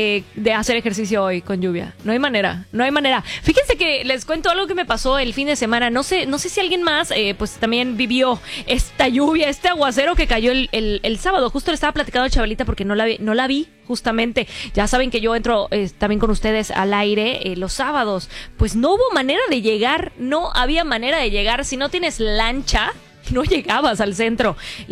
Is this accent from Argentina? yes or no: no; Yucatán, Mexico; Somos yucatecos, efectivamente somos yucatecos